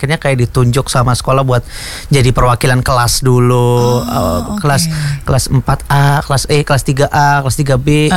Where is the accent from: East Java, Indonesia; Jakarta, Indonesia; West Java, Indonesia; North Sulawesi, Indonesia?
East Java, Indonesia; Mojokerto; born there; Waktu itu Mojokerto kak. Aku kan lahir di Mojokerto, Jawa Timur.